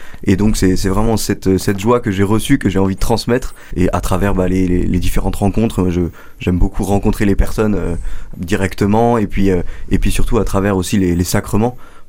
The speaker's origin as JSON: {"language": "French", "town": "Compiègne", "region": "Hauts-de-France", "country": "France", "said": "Alors moi je suis originaire de Picardie, pas très très loin. Je viens de Compiègne."}